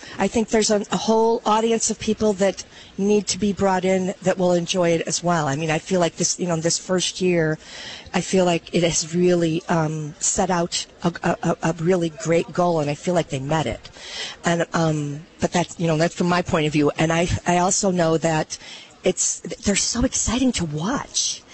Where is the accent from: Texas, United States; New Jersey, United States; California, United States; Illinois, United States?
Illinois, United States; Chicago; So I'm from the Chicagoland area, so I've been to Springfield many times, and I love Springfield.